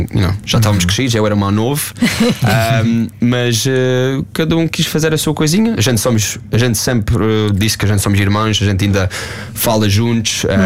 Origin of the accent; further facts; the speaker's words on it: Portugal; moved away; also born or lived in England; Eu sou português a 100%. Depois, quando a gente saiu, claro, fui ver os jogos em inglês porque estava na Inglaterra.